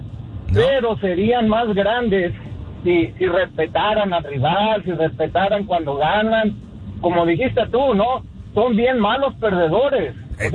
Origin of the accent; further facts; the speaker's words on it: Mexico; Yo voy a empezar diciendo que soy mexicano